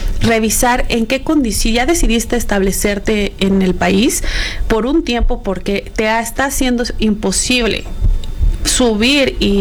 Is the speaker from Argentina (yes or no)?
no; Mexico